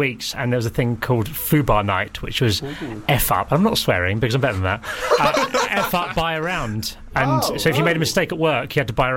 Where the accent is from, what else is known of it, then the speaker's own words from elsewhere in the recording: South East England, United Kingdom; I supported Liverpool because I grew up in Kent in the 80s.